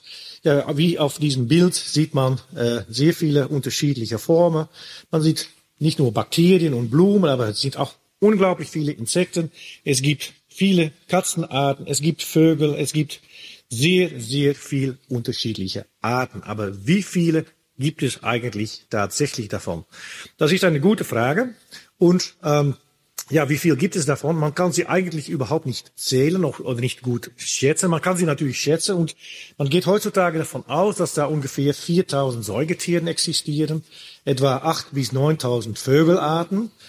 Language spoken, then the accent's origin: German; Netherlands; moved away as an adult; also born or lived in Sydney, Australia / Switzerland; ich bin Biologe, ich bin Molekularbiologe. Ursprünglich komme ich aus Holland, in Niederlande eigentlich, da habe ich auch studiert, da habe ich meine Promotionsforschungen gemacht.